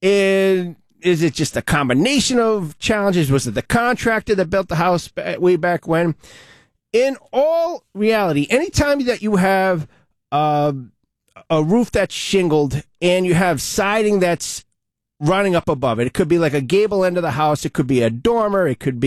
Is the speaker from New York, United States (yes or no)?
no; Olneyville, Rhode Island, United States; I'm from Oneyville